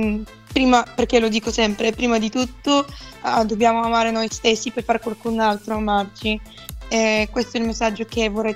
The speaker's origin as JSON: {"language": "Italian", "country": "Bulgaria", "second_language": "Italian", "said": "Sì, perché sono bulgara. Tutti sanno che ho imparato l'italiano due anni fa, quando ho fatto X Factor."}